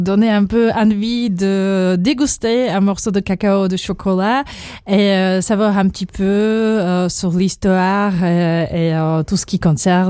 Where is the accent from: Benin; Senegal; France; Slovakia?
Slovakia; Bratislava, Bratislava Region; French is a second language; Donc, chez nous à Bratislava, c'est le lycée Metodova.